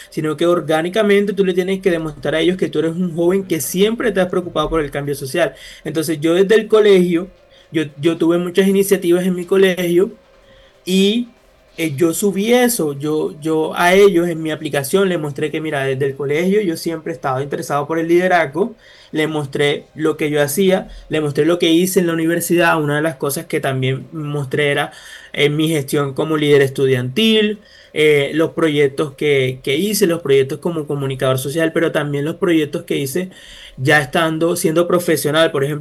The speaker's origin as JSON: {"language": "Spanish", "country": "Colombia", "moved": "yes", "lives_now": "Istanbul, Turkey"}